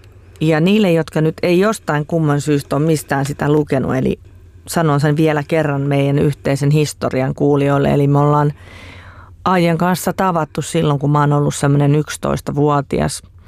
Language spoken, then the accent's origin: Finnish; Vantaa, Uusimaa, Finland; born there; kun mä oon syntynyt Hakunilassa